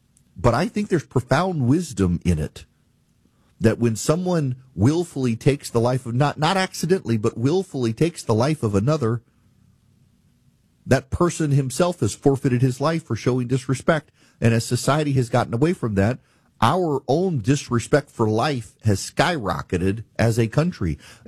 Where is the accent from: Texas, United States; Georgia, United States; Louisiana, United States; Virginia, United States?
Georgia, United States; reopened Central State Hospital in Georgia, the mental hospital in your state, the mental hospital in my hometown